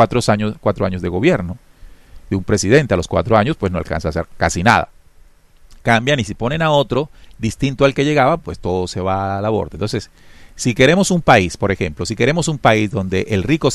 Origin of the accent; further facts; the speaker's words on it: Colombia; yo como colombiano